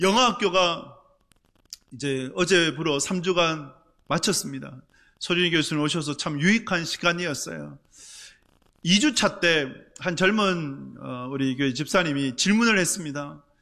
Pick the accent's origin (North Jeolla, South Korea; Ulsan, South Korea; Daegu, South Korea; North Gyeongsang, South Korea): North Gyeongsang, South Korea; Cheongsong; moved away; 제 고향이 이제 청송이니까